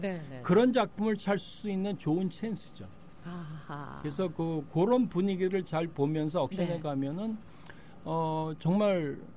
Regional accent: South Korea; now in United States; 왜냐하면 저는 동양인이 한국 사람이고 거기는 한국 사람들이 외국 동양인이 별로 없거든요.

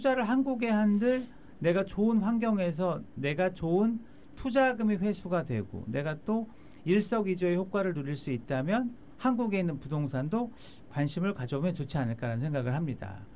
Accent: United States; 부모님은 한국 분이고 나도 뼛속까지 한국 사람인데 여기서 태어났다 보고 여기에 문화를 접하다 보니까 그냥 미국 사람인 거예요.

